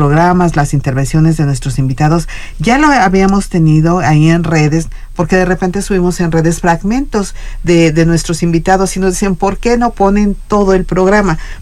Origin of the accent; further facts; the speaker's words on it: Querétaro, Mexico; Soy queretana 100%, entonces amo esta tierra.